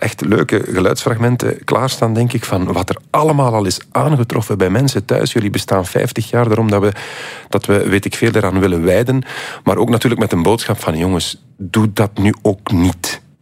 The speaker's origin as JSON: {"language": "Dutch", "town": "Zwijndrecht", "region": "Flanders", "country": "Belgium", "said": "Ik ben van Zwijndrecht, we zijn nog altijd aan het zoeken naar de naam."}